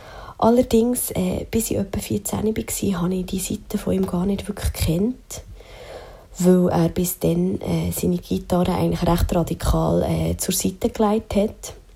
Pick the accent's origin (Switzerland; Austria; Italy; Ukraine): Switzerland; Bern; ich bin eine Berner Musikerin